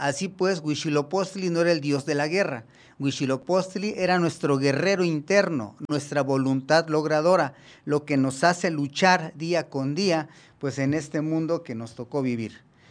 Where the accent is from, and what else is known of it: Mexico